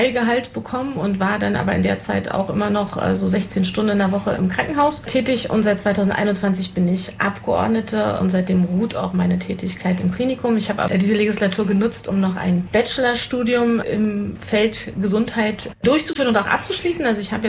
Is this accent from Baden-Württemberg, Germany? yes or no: no; Berlin, Germany; born there; now in Quedlinburg, Germany